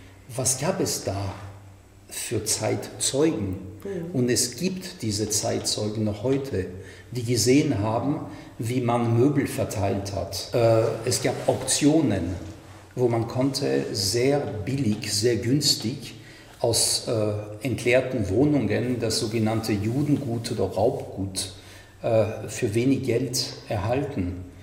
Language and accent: German; France; moved away; ich komme aus Frankreich